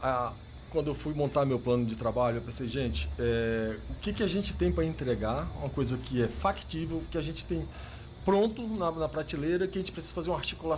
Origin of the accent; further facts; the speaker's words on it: Tarauacá, Acre, Brazil; principalmente de Tarauacá, minha terra natal querida, né? E demais municípios do estado do Acre.